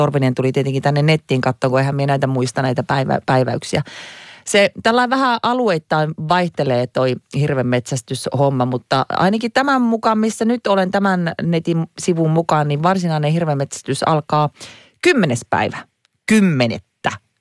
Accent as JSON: {"language": "Finnish", "region": "Lapland", "country": "Finland", "tie": "born or raised there", "moved": "yes", "said": "sinne Vaattojärvelle, mistä olen kotoisin, lapsuuden kotiini on siellä."}